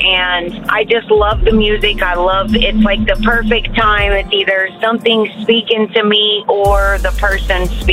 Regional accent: Mansfield, Ohio, United States; I am from Mansfield, Ohio

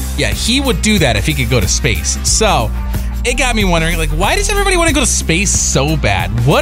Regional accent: South Dakota, United States; I grew up in South Dakota. I feel like I've gotten the Mars experience.

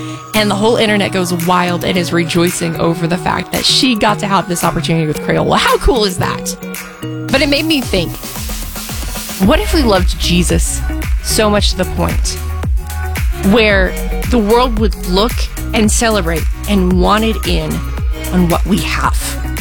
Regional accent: the South, United States; I'm from the South, so it kind of mixes into both.

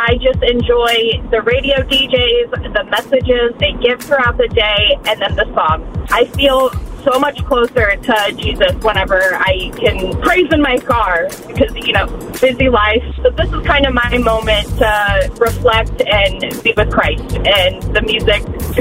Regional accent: Canton, United States; I'm from Canton, and I am the river.

